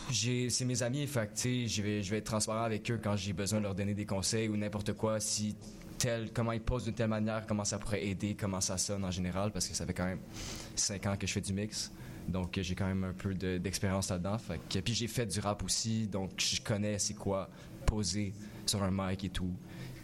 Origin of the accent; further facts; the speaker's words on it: Sutton, Quebec, Canada; now in Montreal, Canada; moi, je viens de Sutton.